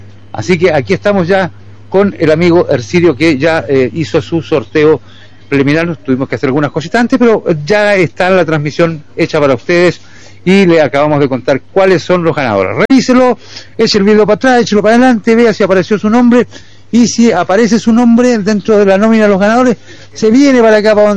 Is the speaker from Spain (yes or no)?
yes; Spain; No, no, yo soy de España.